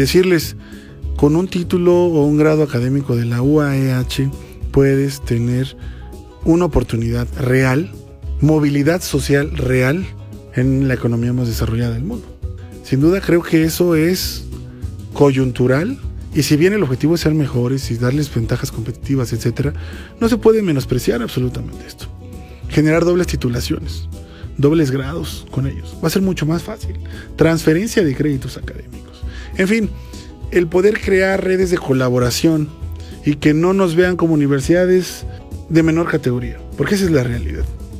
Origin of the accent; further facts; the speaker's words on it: Mexico; Ahora, como mexicanos, la diáspora que se calcula diáspora